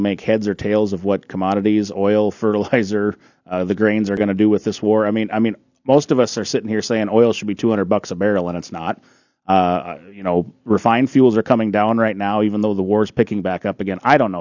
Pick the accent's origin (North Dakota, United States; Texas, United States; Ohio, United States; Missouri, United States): North Dakota, United States; Daisy; I'm from Daisy, North Dakota, over in Barnes County, and farm around that Wimbledon-Courtney area up there.